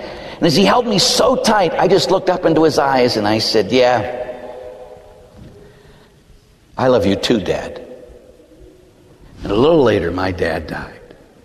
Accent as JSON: {"language": "English", "town": "Pittsburgh", "region": "Pennsylvania", "country": "United States", "tie": "born or raised there"}